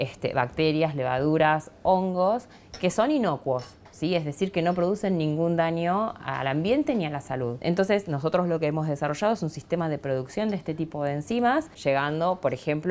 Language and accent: Spanish; Argentina